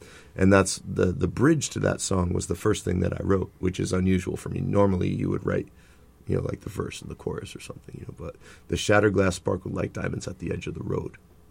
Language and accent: English; Connecticut, United States; moved away as an adult; also born or lived in Los Angeles; I grew up here in Connecticut, and then I went to school for music.